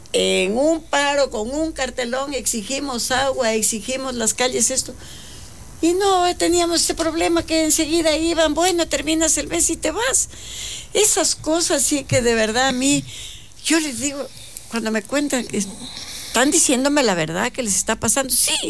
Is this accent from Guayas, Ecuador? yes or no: no; Sucumbíos, Ecuador; la gente de Sucumbío y Orellana, en este caso, tengamos trabajo